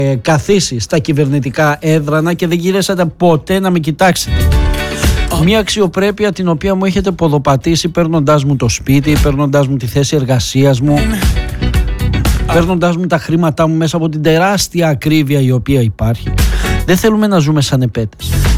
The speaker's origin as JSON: {"language": "Greek", "country": "Greece", "said": "Το ζητούμενο είναι να μην ζω εγώ σαν Έλληνας πολίτης ως επέτης."}